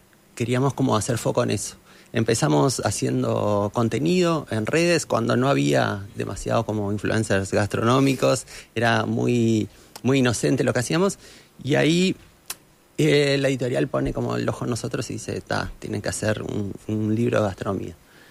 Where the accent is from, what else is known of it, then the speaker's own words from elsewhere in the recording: Pando, Canelones, Uruguay; yo soy de Pando